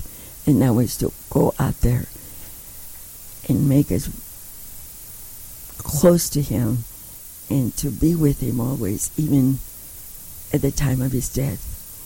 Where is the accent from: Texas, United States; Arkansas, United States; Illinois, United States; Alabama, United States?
Texas, United States; San Antonio; born there; So I am very proud to be Catholic. I was born in San Antonio, Texas, and I was the youngest of six girls, and my brother was the baby of the family.